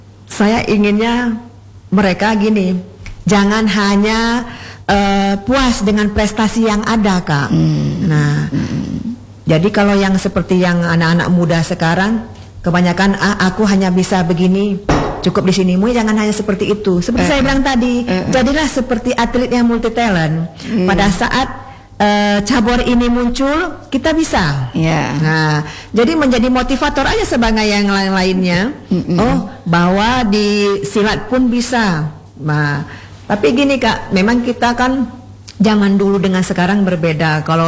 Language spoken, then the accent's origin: Indonesian; Aceh, Indonesia; Dan kalau bisa nanti kita dari Aceh Tengah, kalau bisa diambil bibit-bibitnya seperti generasinya Mega.